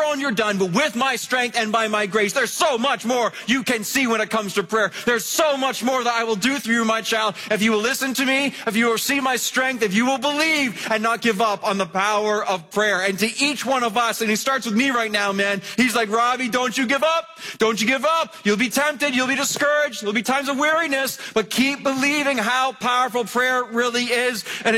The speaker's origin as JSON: {"language": "English", "town": "Mississauga", "region": "Ontario", "country": "Canada", "tie": "born or raised there", "said": "I grew up in Clarkson, Mississauga. And I went to a school called Clarkson Public School"}